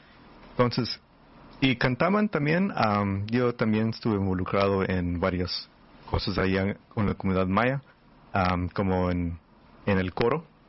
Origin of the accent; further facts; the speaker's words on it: Mesa, Arizona, United States; Yo nací en Mesa, Arizona, que es una ciudad pequeña cerca de Phoenix, Arizona.